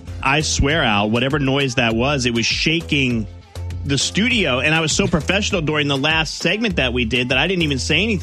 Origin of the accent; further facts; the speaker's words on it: New Jersey, United States; When I grew up in New Jersey, speaking about helicopters, I grew up in New Jersey.